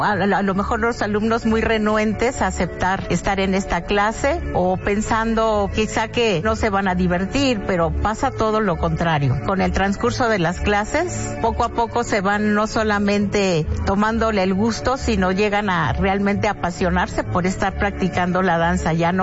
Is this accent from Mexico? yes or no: yes; Mexico; Que los identifica como mexicanos, que sientan realmente ese amor por nuestras tradiciones